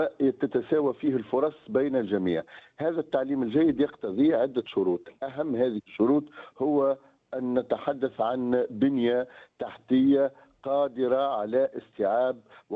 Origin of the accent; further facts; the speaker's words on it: Tunisia; أولا جودة نحن عندنا تقريبا في تونس حققنا الوصول